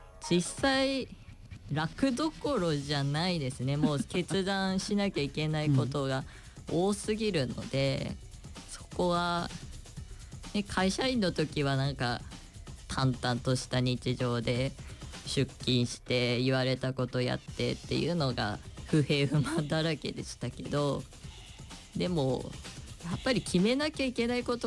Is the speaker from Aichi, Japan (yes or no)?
no; Misato, Saitama, Japan; now in Hatori, Ibaraki, Japan; 育った埼玉県の、具体的に三郷市なんですけど